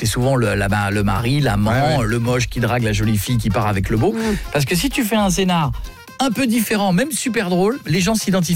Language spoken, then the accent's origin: French; Petit-Quevilly, Normandy, France; J'ai grandi à Petit Quevilly.